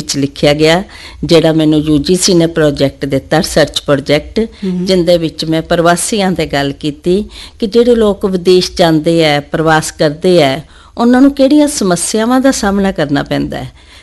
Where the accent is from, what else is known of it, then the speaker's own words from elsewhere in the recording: Moga, Punjab, India; now in Jalandhar, India; ਹਾਂਜੀ, ਮੇਰਾ ਜਨਮ ਮੋਗਾ ਵਿੱਚ ਹੋਇਆ। ਉੱਥੇ ਹੀ ਮੇਰੀ ਜਿਹੜੀ ਸਟੱਡੀ ਹੈ primary school, higher secondary school ਦੀ ਹੋਈ। BA ਦੀ ਪੜ੍ਹਾਈ ਵੀ ਮੈਂ ਉੱਥੇ ਹੀ ਕੀਤੀ।